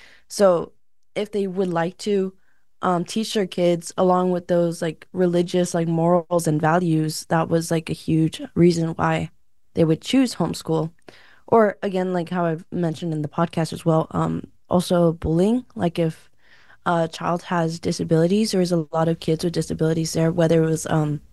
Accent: Imperial Valley, California, United States; growing up in the Imperial Valley

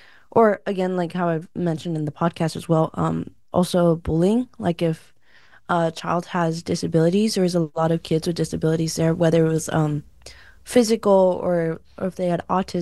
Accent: California, United States; It's certainly, like, a huge difference being growing up in the Imperial Valley compared to, like, other places around, like, even California.

